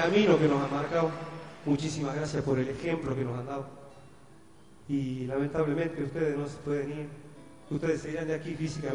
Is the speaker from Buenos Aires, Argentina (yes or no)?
no; Salta, Argentina; Como salteño, muchísimas gracias por ser de aquí, porque realmente yo creo que todos nos sentimos orgullosos de ser salt